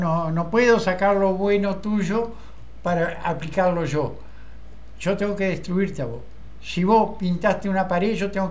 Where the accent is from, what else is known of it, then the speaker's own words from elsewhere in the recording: Argentina; ¿Cómo nos criamos en el fútbol en Argentina?